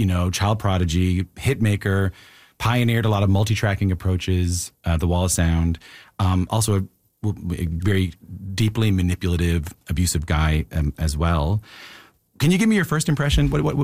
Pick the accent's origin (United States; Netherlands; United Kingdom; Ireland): Ireland; I'm Irish, I'll write a St. Patrick's Day song.